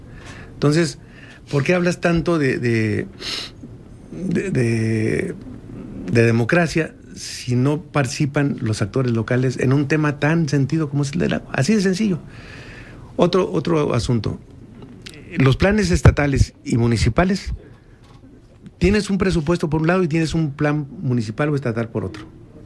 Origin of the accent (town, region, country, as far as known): Torreón, Coahuila, Mexico; born there